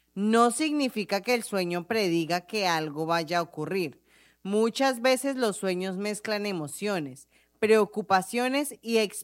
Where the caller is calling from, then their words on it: Río Hato, Coclé, Panama; de Río Hato.